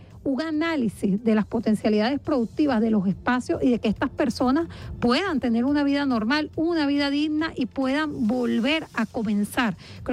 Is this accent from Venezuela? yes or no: yes; Venezuela; Eso como venezolanos tenemos que preguntárnoslo